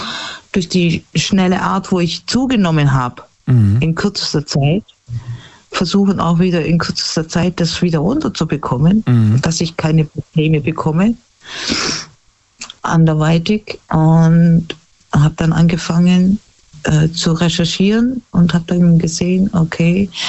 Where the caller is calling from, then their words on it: Germany; Und dann bist du ja auch noch in einem Religionsbereich, wo du eigentlich dich nicht so auskennst als Deutsche.